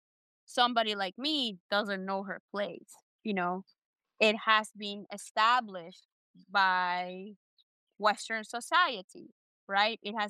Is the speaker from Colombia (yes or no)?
yes; Colombia; moved away; growing up in Colombia, a country that has always been extreme right wing, classist, racist, xenophobic, colorist.